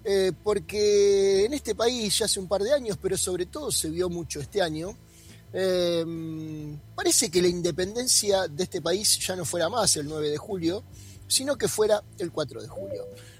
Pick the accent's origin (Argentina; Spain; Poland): Argentina